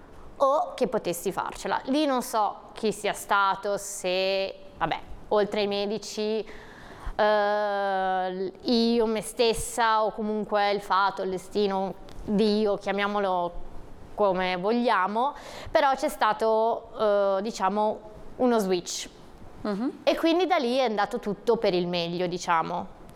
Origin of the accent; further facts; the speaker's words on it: Pietra Ligure, Liguria, Italy; perché io sono di Pietraligure